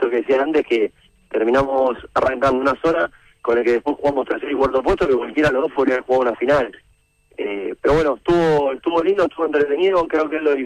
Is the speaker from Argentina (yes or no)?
yes; Argentina; somos Argentina